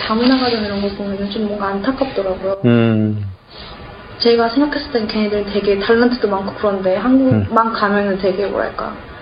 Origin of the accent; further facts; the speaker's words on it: Indonesia; 네, 네, 맞아요. 거기서 그냥 태어나고 쭉.